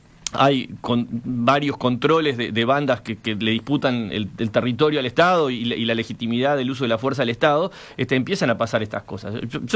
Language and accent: Spanish; Uruguay; Señores, ¿qué nos está pasando como uruguayos?